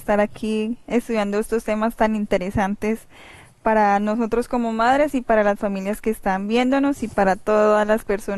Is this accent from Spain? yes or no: no; Colombia; Roger es compatriota mío, también es colombiano, también como de la zona de donde yo soy, de la región.